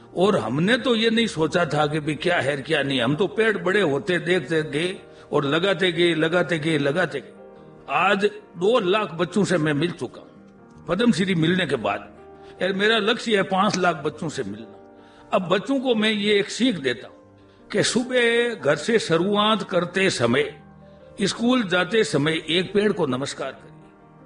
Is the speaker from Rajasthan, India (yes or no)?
yes; Nagaur district, Rajasthan, India; born there; मेरे पैतृक गांव सुकवासी में, नागौर जिले के पैतृक गांव सुकवासी में